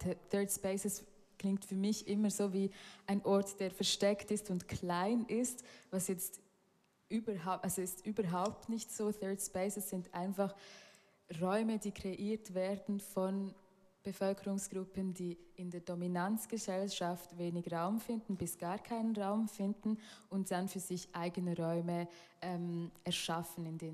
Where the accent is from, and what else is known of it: Solothurn, Switzerland; born or raised there